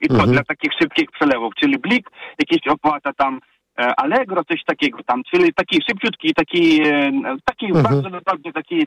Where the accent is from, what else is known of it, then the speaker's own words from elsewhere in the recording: Ukraine; Polish is a second language; now in Kraków, Poland; Teraz ja jestem pochodzeniem z Ukrainy i teraz mogę państwu kilka rzeczy powiedzieć.